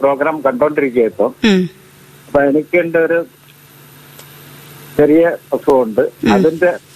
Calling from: Kerala, India; ഞാൻ ഈ കുരിപ്പുഴയിൽ നിന്നാണ്, തൃക്കടോർ കുരിപ്പുഴ.

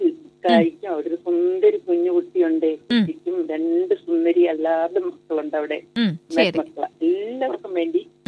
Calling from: Chumathra, Kerala, India; ഞാൻ ഈ ചുമത്രയിൽ നിന്നാണ്.

